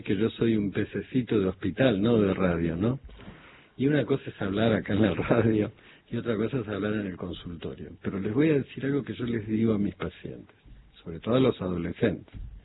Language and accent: Spanish; Argentina; yo soy re argentino y digo, bueno, este país ha recibido históricamente.